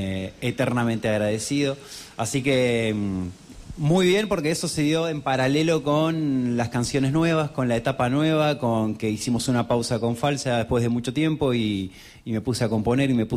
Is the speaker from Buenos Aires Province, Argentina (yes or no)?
no; Trelew, Chubut, Argentina; born there; moved away as an adult; also born or lived in Buenos Aires; now in Trelew, Argentina; ciudad de Trelew, que viví 20 años en Capital Federal, entonces soy de Trelew, nacido en Trelew, querido en Trelew, pero bueno, me fui a estudiar como le pasa a muchos chicos y chicas que de repente se van para otra ciudad.